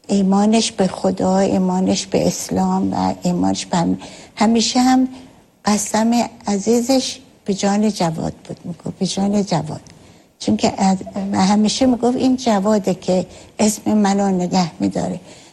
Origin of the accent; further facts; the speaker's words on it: Shiraz, Fars, Iran; از شیراز هستم